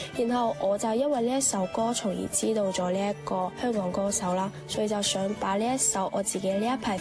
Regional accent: Macau; Hello， 大家好，

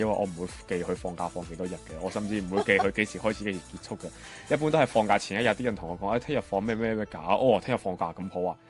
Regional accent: Macau; 我系嚟自中国澳门嘅

